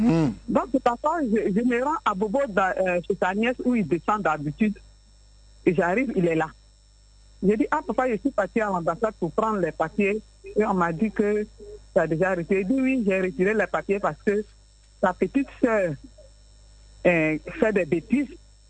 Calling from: Abidjan, Côte d’Ivoire; J'appelle de Yopougon Nyangon Nord.

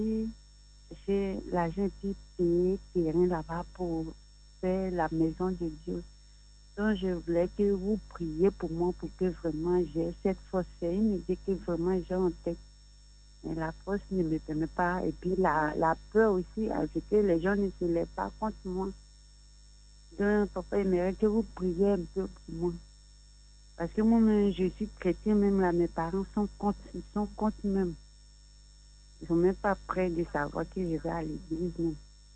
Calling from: Abidjan, Côte d’Ivoire; De Plateau.

